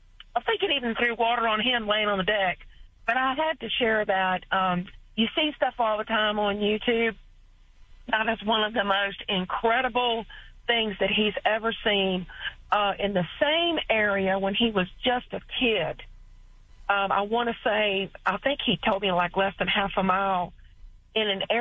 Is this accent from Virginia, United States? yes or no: yes; Virginia, United States